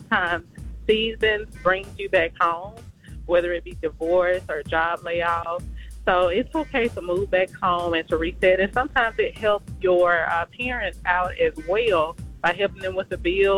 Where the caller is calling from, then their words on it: Starkville, Mississippi, United States; I am calling from Starkville, Mississippi.